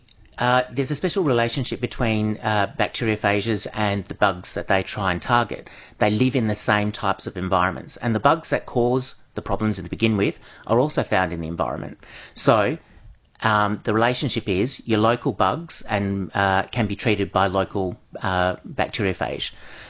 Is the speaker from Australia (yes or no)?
yes; Perth, Western Australia, Australia; initially I'm from Perth